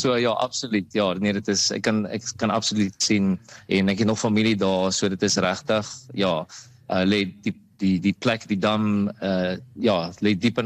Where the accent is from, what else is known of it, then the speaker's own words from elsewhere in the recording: Hartbeespoort, North West, South Africa; moved away as an adult; also born or lived in Vredendaal / Pretoria; now in Durbanville, South Africa; die laaste 10 jaar terug hier in die Weskaap, in Durbanville in die Kaap. Ek is oorspronklik gebore in Vredendaal, maar meeste van my grootword en skool definitief daar in Hartbeespoort deurgebring.